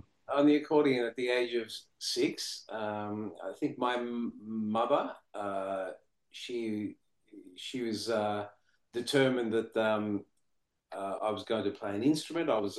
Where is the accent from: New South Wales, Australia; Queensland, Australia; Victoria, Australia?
Victoria, Australia; Brunswick; in those days, if you were an Italian kid growing up in Brunswick, in Melbourne, which had so many, was inhabited by so many Italians, you know, the accordion was the instrument of choice.